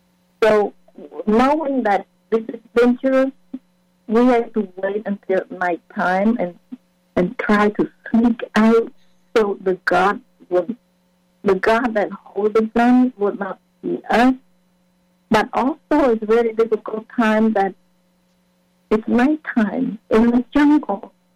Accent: Battambang, Cambodia; born or raised there; English is a second language; moved away

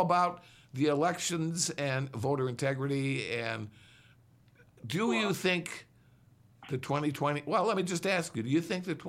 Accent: Midwest, United States; now in Florida, United States; now I grew up in the Midwest, Central Time, right? I come to Florida, and it's Eastern Time

